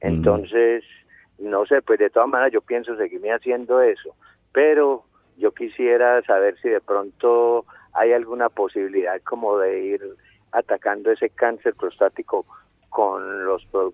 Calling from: Copacabana, Antioquia, Colombia; yo vivo en Copacabana.

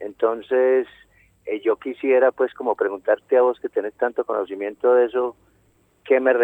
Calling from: Copacabana, Antioquia, Colombia; yo vivo en Copacabana.

